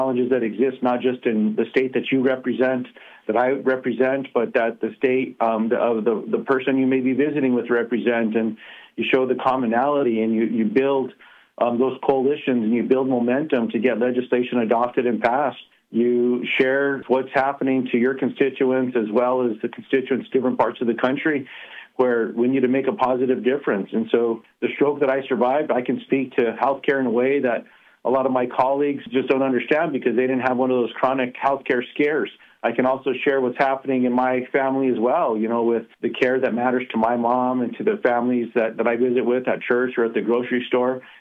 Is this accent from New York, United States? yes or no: no; New Mexico, United States; I'm very proud to be born and raised in New Mexico.